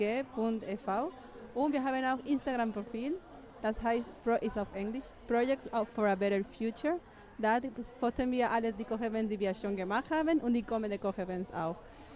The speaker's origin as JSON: {"language": "German", "country": "Spain", "second_language": "German", "moved": "yes", "lives_now": "Germany", "said": "Ich komme aus Spanien."}